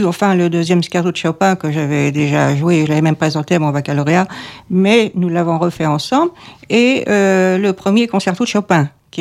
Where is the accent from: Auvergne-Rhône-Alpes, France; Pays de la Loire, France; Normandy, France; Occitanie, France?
Normandy, France; Le Havre; born there; also born or lived in Paris; moi je suis née au Havre.